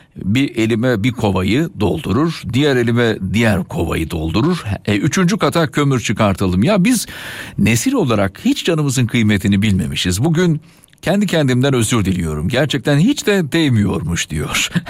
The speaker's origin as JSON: {"language": "Turkish", "region": "Konya", "country": "Turkey", "said": "Hani bir Gonyalı olarak bundan da haberdar olmamızdan daha doğal bir şey yoktur herhalde."}